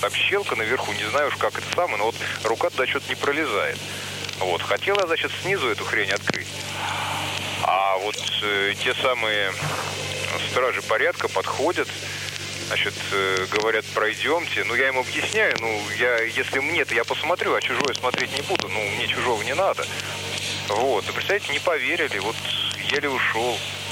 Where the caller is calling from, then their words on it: Volgograd, Volgograd Oblast, Russia; Я вот из Волгограда звоню.